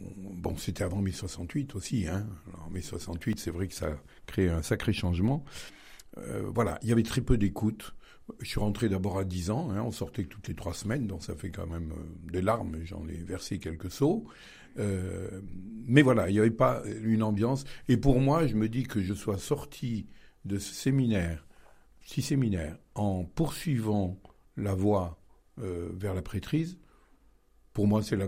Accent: Bathernay, Auvergne-Rhône-Alpes, France; born there; Alors, je suis né à Batternay, je suis un petit village du nord de Rome.

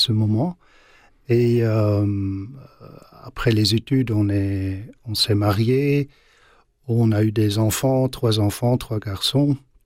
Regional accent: Lokeren, Flanders, Belgium; Ben, je suis grandi en Flandre orientale, pas loin de Gand, c'est-à-dire 20-25 kilomètres de Gand, à une ville qui s'appelle Lokeren.

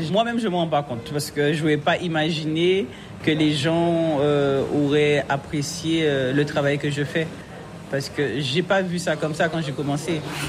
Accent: Guadeloupe, France; les gens trouvaient ça inadmissible que je suis une Guadeloupéenne, que je n'ai pas la glace au coco dans ma vitrine.

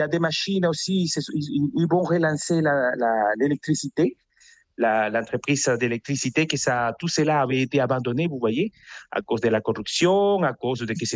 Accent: Venezuela; moved away; J'ai quitté le Venezuela il y a plus de 20 ans et j'ai une sœur qui habite au Chili, j'ai des nièces qui sont aux États-Unis, en République dominicaine. Et dans le pays, il me reste, oui, mon frère

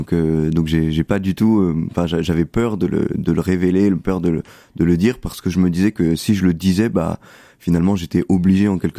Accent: Compiègne, Hauts-de-France, France; parce que je suis originaire de Compiègne en Picardie.

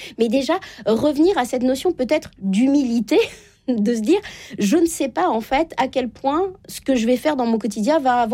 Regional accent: Normandy, France; je viens de la Normandie.

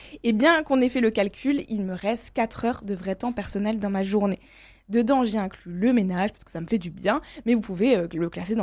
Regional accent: France; Mais nous sommes français.

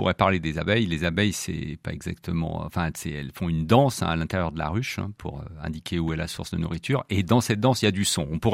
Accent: Saint-Étienne, Auvergne-Rhône-Alpes, France; moved away; also born or lived in Paris region; je suis stéphanois, moi, en fait.

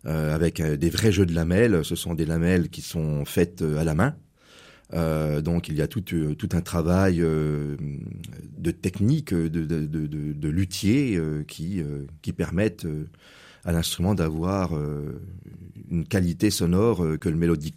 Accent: Langres, Grand Est, France; moved away; Je viens de Langres

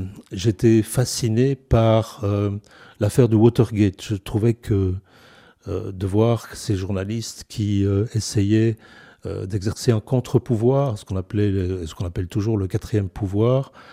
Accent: Ohain, Wallonia, Belgium; J'ai grandi dans le Brabant wallon, dans un village qui s'appelait Ohain, qui a été rattaché à la commune de Lannes maintenant.

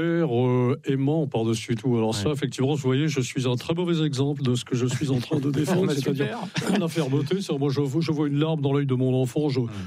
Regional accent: Brittany, France; c'est pas parce que je suis breton que je ne fais pas partie. Nous avons été vassalisés par l'histoire de France, mais bretons malgré nous.

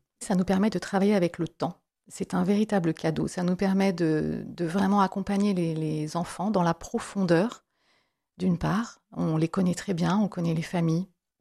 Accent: Grand Est, France; moved away; also born or lived in United States; je suis issue de la Champagne et d'une famille de vignerons.

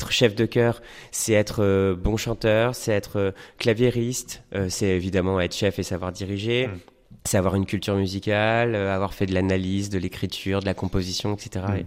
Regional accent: Romorantin-Lanthenay, Centre-Val de Loire, France; je viens de Romorantin, en région centre.

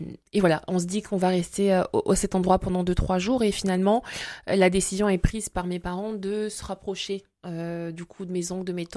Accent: Brazzaville, Republic of the Congo; born or raised there; also born or lived in Belgium

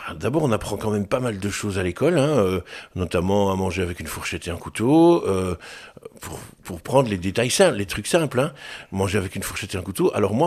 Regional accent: Jumet, Wallonia, Belgium; also born or lived in Gosselies; Je suis né à Gosselies. Et donc, j'ai vécu à Jumet pendant une bonne vingtaine d'années. Puis, je suis arrivé à Marcinelle.

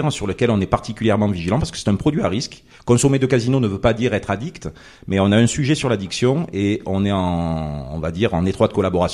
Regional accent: Marseille, Provence-Alpes-Côte d'Azur, France; accent: Marseillais; moved away; originaire de Marseille. Bon, je pense que mon accent le trahit.

